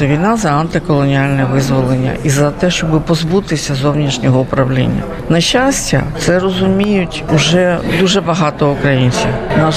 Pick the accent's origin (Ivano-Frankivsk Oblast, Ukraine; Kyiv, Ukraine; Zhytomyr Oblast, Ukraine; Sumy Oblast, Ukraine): Kyiv, Ukraine; я киянка, я народилася в Києві